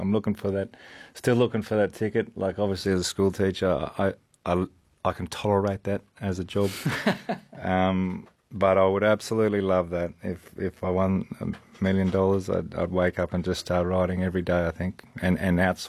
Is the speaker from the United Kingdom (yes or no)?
no; Queensland, Australia; growing up in Queensland, Northern Territory was never really on my radar.